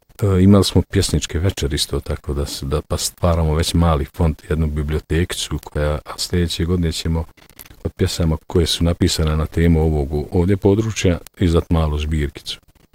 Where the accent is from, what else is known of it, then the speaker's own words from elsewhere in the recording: Doboj, Republika Srpska, Bosnia & Herzegovina; Da, ja sam iz Doboja i većina ovih ljudi ovdje u klubu je iz Doboja